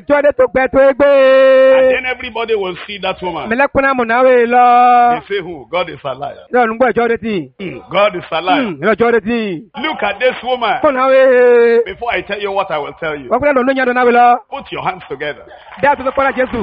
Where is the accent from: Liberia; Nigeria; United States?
Nigeria; Because I came from Nigeria, Africa.